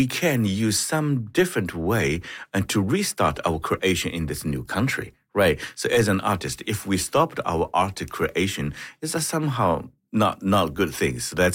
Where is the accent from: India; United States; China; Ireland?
China; English is a second language; now in Canada; Originally, I'm come from China.